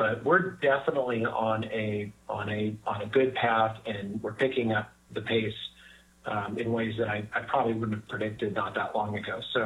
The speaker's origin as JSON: {"language": "English", "town": "Sacramento", "region": "California", "country": "United States", "tie": "born or raised there", "said": "I grew up in Sacramento, so I am kind of a child of the company business up there."}